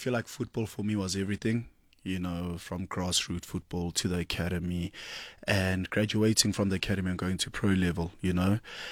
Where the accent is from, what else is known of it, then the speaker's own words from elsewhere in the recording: Saudi Arabia; now in Reunion; but girl, we come from the Saudi, man.